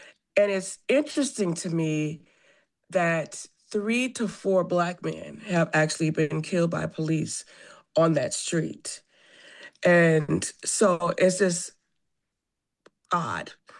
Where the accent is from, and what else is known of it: Madison, Wisconsin, United States; born or raised there